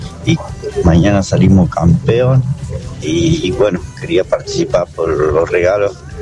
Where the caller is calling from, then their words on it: Buena Esperanza, San Luis, Argentina; de Buena Esperanza, San Luis. Ando recorriendo el campo, trabajo en un campo.